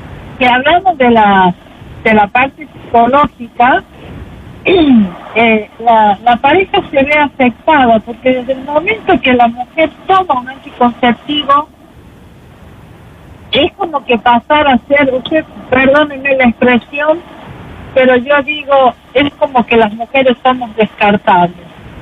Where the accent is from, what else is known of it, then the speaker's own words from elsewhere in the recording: Argentina; nosotros en Argentina, yo soy de Argentina, nosotros a la cinta esa que pega le decimos cinta scotch.